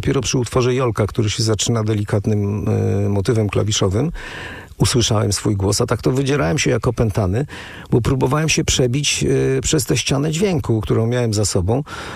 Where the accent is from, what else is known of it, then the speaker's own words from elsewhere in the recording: Warsaw, Masovian Voivodeship, Poland; also born or lived in Łódź; bo ja studiowałem w Łodzi, ale jestem warszawiakiem i wróciłem do swojego rodzinnego miasta po studiach.